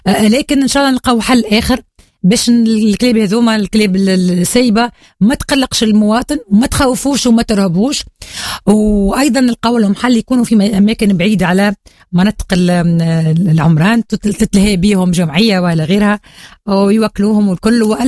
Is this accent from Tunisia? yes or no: yes; Tunisia